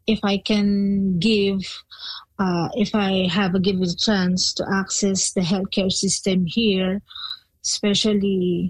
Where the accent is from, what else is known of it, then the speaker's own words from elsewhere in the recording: Philippines; English is a second language; moved away as an adult; now in Alberta, Canada; I came from the Philippines.